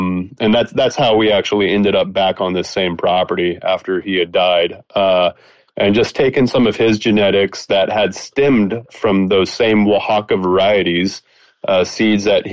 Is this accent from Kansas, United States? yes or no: no; Austin, Texas, United States; born there; I was born in Austin, Texas, in 1981.